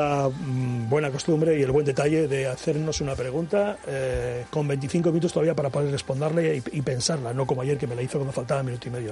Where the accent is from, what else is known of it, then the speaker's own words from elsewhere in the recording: Pernambuco, Brazil; Vengo de Pernambuco, pero siempre en mis sueños de chaval pensé en vestir la camiseta de la Real